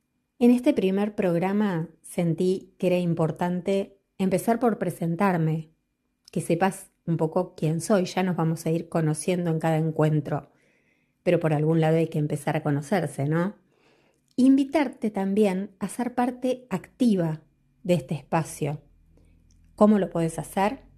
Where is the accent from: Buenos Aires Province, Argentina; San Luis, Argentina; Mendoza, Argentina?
Buenos Aires Province, Argentina; Quilmes; Soy de Quilmes, Buenos Aires, Argentina.